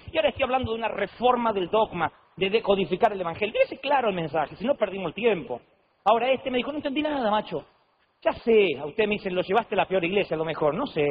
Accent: Buenos Aires Province, Argentina; Pero yo soy católico, apostólico, romano. Yo soy cristiano argentino bonaerense

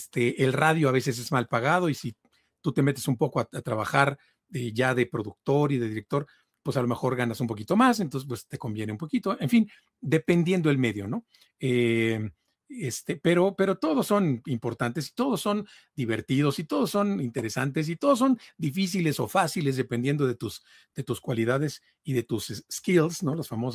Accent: Veracruz, Mexico; la vegetación de Veracruz, que por cierto es mi tierra y es maravillosa.

